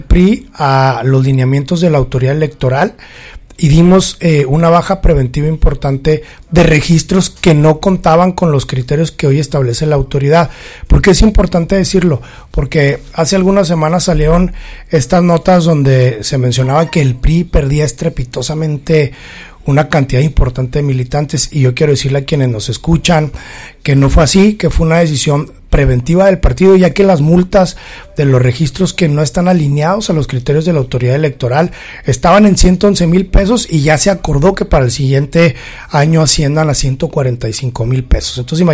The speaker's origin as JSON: {"language": "Spanish", "region": "Chihuahua", "country": "Mexico", "said": "a quienes somos chihuahuenses"}